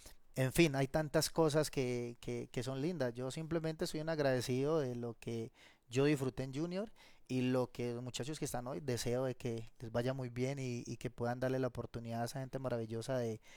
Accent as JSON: {"language": "Spanish", "country": "Colombia", "said": "estoy en mi país"}